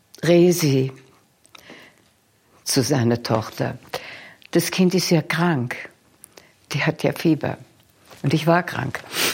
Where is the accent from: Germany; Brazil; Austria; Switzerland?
Austria; Vienna; born there; also born or lived in Lainz / Hietzing; Und dann kamen wir nach Leins, da wo ich geboren bin, zu der großen Kirche, hinter der unser Haus ist, immer noch.